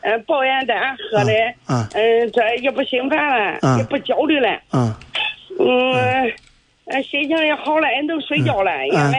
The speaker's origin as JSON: {"language": "Chinese", "town": "Dezhou", "region": "Shandong", "country": "China", "tie": "born or raised there", "said": "我是山东的，家老家山东的。"}